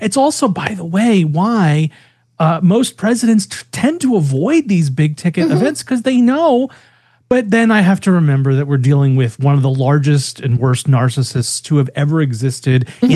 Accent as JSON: {"language": "English", "region": "New York", "country": "United States", "said": "as a New Yorker, what I really desperately wanted more than anything"}